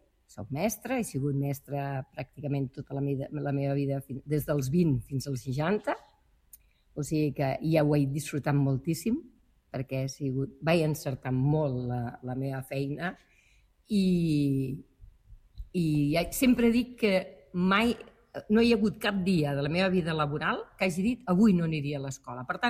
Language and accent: Catalan; Vinyols i els Arcs, Catalonia, Spain; born there; vaig néixer a Vinyols i els Arcs, que és al Baix Camp, a prop de Cambrils, Reus, i em van portar a Tàrrega